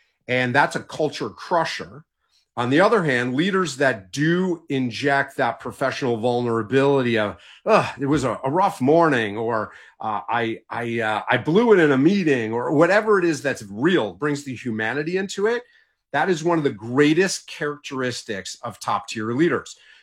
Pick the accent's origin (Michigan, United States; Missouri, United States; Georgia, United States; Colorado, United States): Michigan, United States; Detroit; I'm originally from Detroit, so this is old home week.